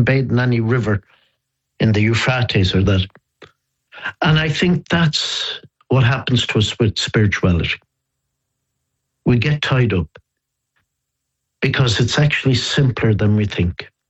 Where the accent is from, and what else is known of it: Dublin, Leinster, Ireland; born or raised there